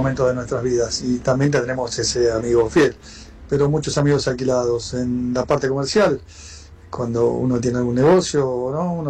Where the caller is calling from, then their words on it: El Palomar, Buenos Aires Province, Argentina; Buen día, Latina. … de Palomar.